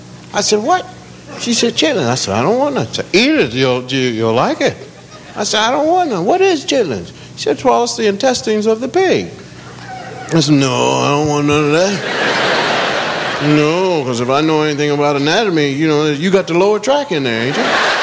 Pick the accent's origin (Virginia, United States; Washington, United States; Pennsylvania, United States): Pennsylvania, United States; Now, I'm from Pennsylvania